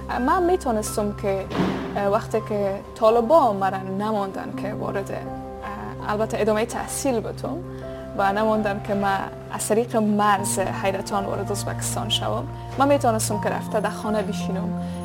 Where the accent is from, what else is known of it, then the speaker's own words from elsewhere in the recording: Afghanistan; بلخص از جایم که در خود افغانستان هستم، چون که هم نوم در خود وطنم هستن